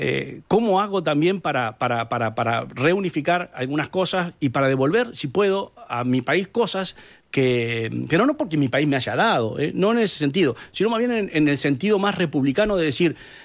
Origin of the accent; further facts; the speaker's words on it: Uruguay; now in Chile; Yo hace 25 años que me fui de Uruguay. España, Alemania, Chile ahora.